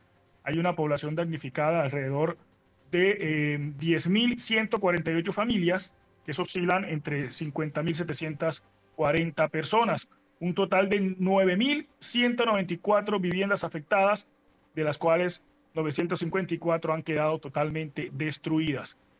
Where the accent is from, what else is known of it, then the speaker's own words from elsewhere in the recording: Caribbean coast, Colombia; now in Buenaventura, Colombia; Yo, como buen costeño